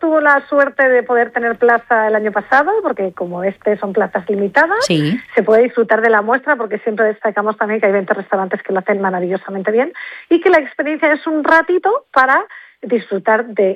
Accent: Spain; como españoles, como mediterráneos

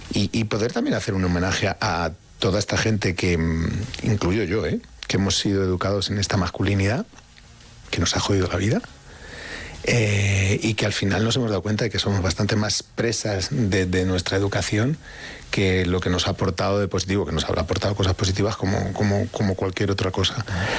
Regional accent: Getafe, Community of Madrid, Spain; Yo, y vivo en Getafe, en la casa en la que nací, con lo cual yo soy reivindico Getafe por un montón de razones.

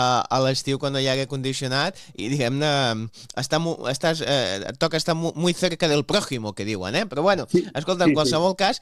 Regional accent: Barcelona, Catalonia, Spain; Jo que sóc de Sants veig passar molts trens, no?

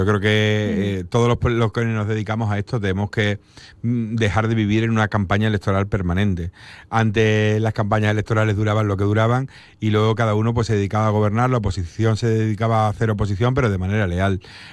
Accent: Extremadura, Spain; Yo creo que los extremeños, y cada vez más, nos sentimos extremeños, independientemente de que seamos de Badajoz o seamos de Cáceres.

